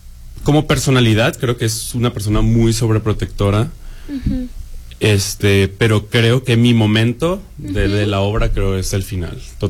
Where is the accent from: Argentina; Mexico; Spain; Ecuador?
Mexico; nosotros como mexicanos